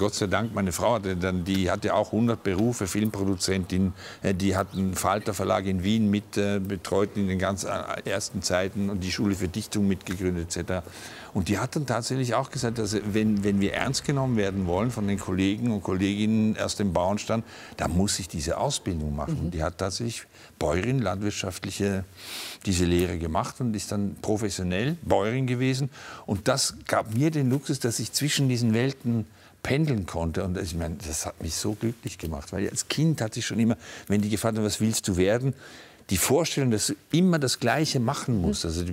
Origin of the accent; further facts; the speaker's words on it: Switzerland; als Schweizer hast du das so in den Genen.